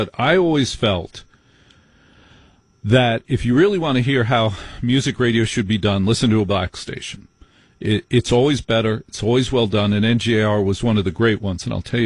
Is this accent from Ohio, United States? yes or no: no; Maplewood, New Jersey, United States; And I grew up in Maplewood, and you will appreciate this knowing the area because it's sort of funny.